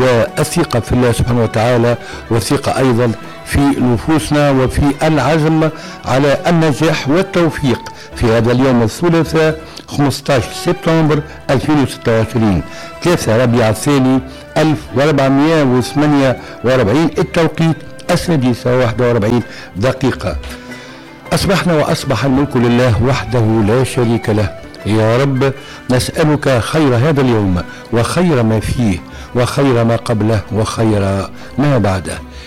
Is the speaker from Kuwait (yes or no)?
no; Tunisia; ربي يحفظ بلادنا تونس الغالية، تونس الخضراء